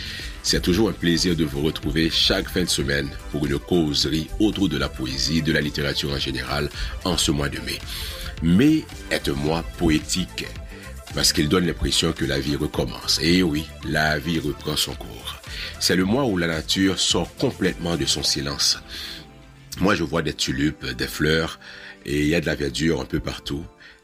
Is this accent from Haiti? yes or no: yes; Haiti; Moi, dit, mais non, moi, je viens d'Haïti.